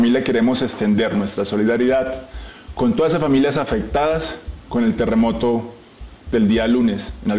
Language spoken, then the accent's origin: Spanish; Colombia; Como colombianos que hemos sido siempre berracos